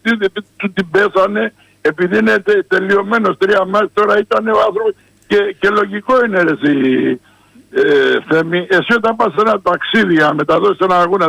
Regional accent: Greece; επειδή είμαστε από εδώ, επειδή είμαστε Έλληνες.

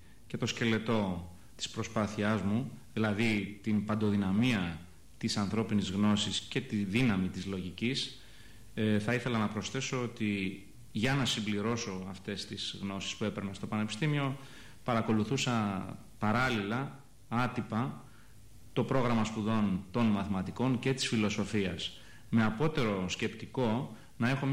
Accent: Athens, Attica, Greece; born there; also born or lived in Hanover, Germany; Γεννήθηκα στην Αθήνα, όπως προαναφέρθηκε, και μεγάλωσα σε μια οικογένεια στην οποία κυριαρχούσε ανέκαθεν το ορθολογικό πνεύμα.

